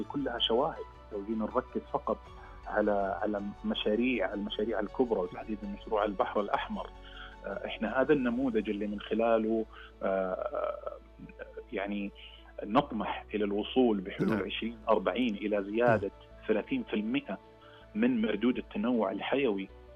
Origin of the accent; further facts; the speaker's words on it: Saudi Arabia; وجدا جدا جدا سعيدين أننا نثبت كسعوديين أنه فعلا رؤية القيادة